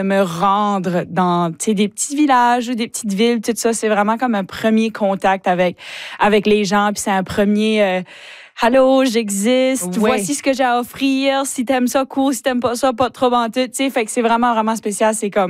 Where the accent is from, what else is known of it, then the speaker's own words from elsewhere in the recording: Chéticamp, Nova Scotia, Canada; J'ai grandi à Chiticam, comme t'as mentionné, tu sais.